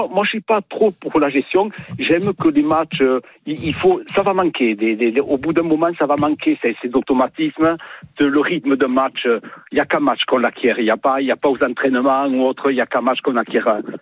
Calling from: Toulouse, Occitanie, France; De Toulouse.

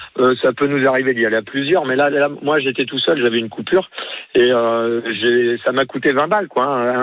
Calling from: Barbezieux, Nouvelle-Aquitaine, France; nous, on a la chance en Charente d'avoir une restauration de qualité, notamment dans les petits restaurants.

